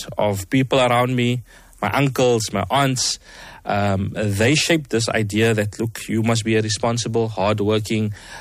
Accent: Cape Town, Western Cape, South Africa; So I grew up in Lavender Hill and as well as Grassy Park area.

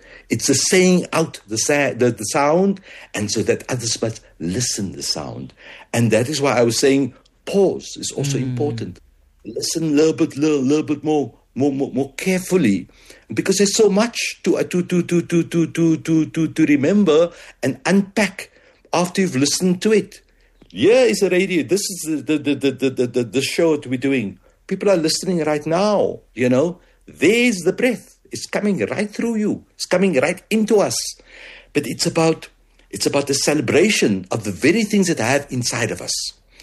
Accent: Cape Town, Western Cape, South Africa; born there; now in Johannesburg, South Africa; I was born in District 6

